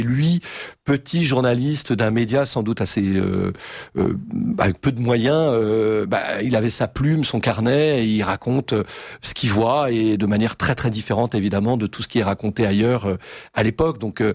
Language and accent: French; Nantes, Pays de la Loire, France; born there; also born or lived in Vannes; quand on est breton comme moi, hein, je suis originaire de Nantes, mais je suis né à Vannes. J'adore d'ailleurs la Bretagne, je suis très attaché à mes racines